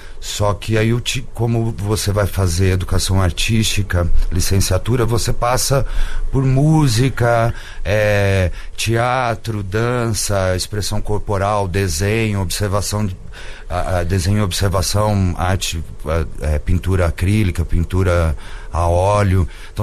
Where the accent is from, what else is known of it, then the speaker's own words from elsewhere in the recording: Santo André, São Paulo, Brazil; Eu fiquei em Santo André até começar a fazer mesmo teatro.